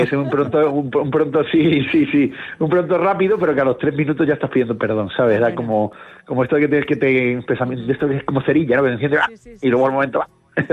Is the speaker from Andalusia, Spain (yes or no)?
yes; Cádiz, Andalusia, Spain; No, claro, no, y yo además me crié en Cádiz, con lo cual